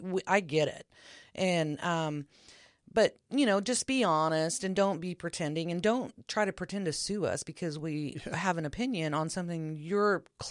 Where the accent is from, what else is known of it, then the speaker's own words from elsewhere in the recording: Oklahoma, United States; And I'm not from here. I am from Oklahoma. I have a book called Ghostlahoma.